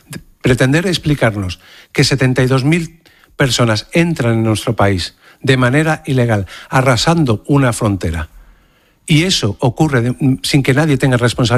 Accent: Spain; Bueno, pues yo sí creo, como español, que tenemos que buscar un responsable.

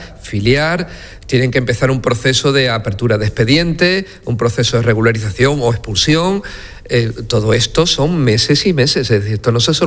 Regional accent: Ceuta, Spain; Bueno, los que somos de Ceuta sabemos que esto nunca será de Marruecos.

